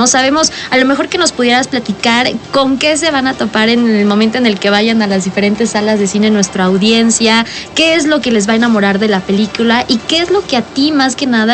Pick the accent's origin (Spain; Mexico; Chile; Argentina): Mexico